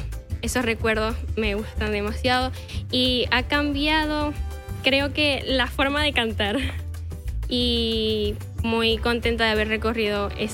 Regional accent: Falcón, Venezuela; now in Maracaibo, Venezuela; yo no soy de acá de Maracaibo, soy de Falcón. Y bueno, tengo padres maracuchos

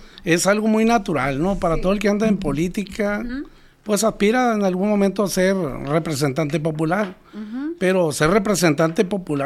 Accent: Navolato, Sinaloa, Mexico; yo soy de Navolato, soy residente, mi residencia efectiva en Navolato

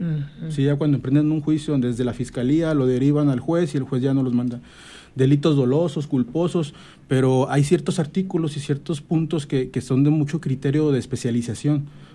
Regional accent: Guadalajara, Jalisco, Mexico; Mira, fíjate, maestra, que yo ya tengo 2 años y 3 años aquí en la región. Entonces, yo vengo de Guadalajara.

